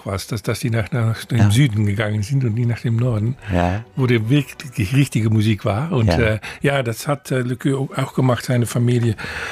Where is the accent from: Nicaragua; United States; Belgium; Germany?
Belgium; Brussels, Brussels-Capital Region; born there; moved away; ich bin in Brüssel geboren